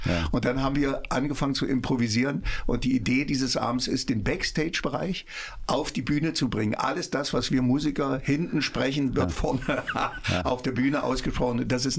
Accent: Magdeburg, Saxony-Anhalt, Germany; Das ist ein Roman, der spielt auch noch in Magdeburg, da wo ich groß geworden bin.

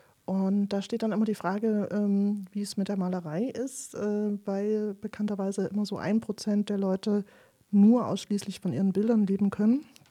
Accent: Leipzig, Saxony, Germany; Jedenfalls bin ich in Leipzig groß geworden.

